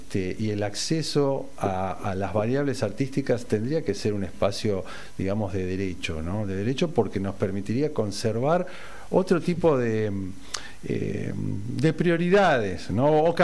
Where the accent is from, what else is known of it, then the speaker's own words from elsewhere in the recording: La Plata, Buenos Aires Province, Argentina; also born or lived in Colonia; yo soy de La Plata.